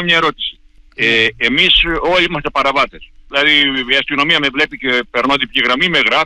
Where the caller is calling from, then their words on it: Agios Nikolaos, Greece; Είμαι από τον Άγιο Νικόλαο.